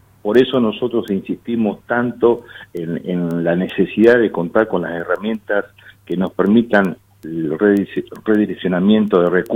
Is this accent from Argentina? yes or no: yes; Caleta Olivia, Santa Cruz, Argentina; yo soy de Caleta